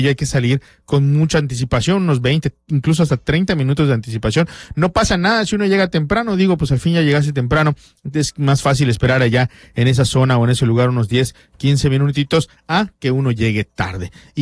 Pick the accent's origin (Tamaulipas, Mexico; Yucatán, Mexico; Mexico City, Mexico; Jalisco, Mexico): Yucatán, Mexico